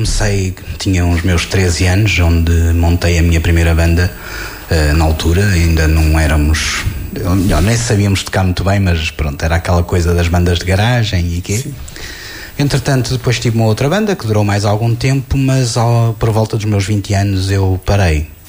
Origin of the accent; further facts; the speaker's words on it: Vale de Cambra, Portugal; moved away; also born or lived in United States; Eu venho de Valde Câmara, não é longe.